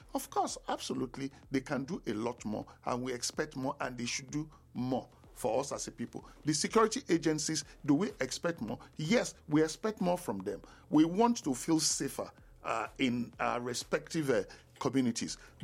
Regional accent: Nigeria; I'm a Nigerian. I live in Nigeria too.

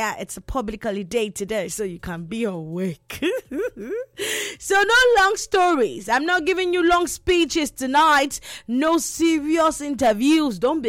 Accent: Nigeria

